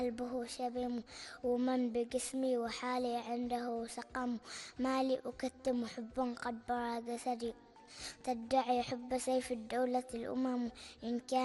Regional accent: Oman; لأنهم من بلدي عمان الحبيبة

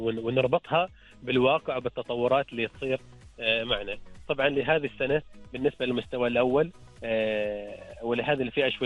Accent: Oman; معنا في السلطنة

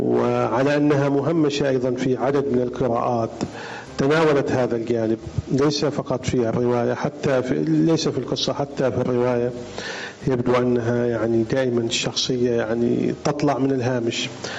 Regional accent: Oman; كلنا إحنا كعمانيين

